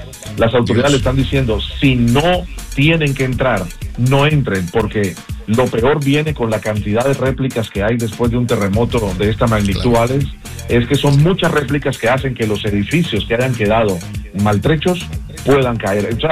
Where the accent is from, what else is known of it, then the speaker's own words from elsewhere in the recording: Colombia; tú y yo que somos de Colombia lo vivimos